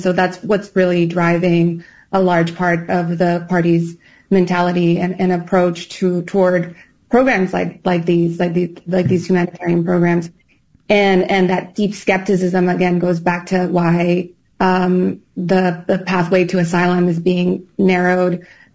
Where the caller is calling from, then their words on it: Houston, Texas, United States; I'm speaking here from Houston, where we just had a fatal ICE shooting of Lorenzo Salgado Araujo